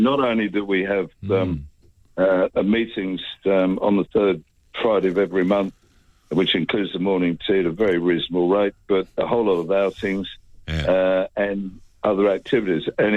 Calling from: Brisbane, Queensland, Australia; I'm calling from Brisbane.

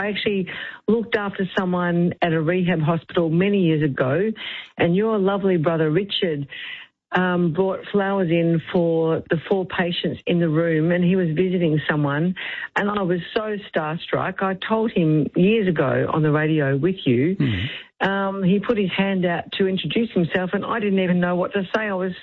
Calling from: Lilydale, Victoria, Australia; from Lilydale with Wilbur Harley and Isabella Ruby.

